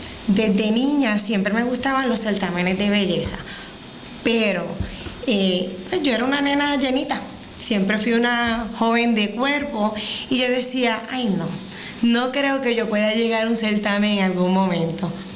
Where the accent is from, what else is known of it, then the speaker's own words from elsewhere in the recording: San Germán, Puerto Rico; tuve un apoyo increíble de mi pueblo de San Germán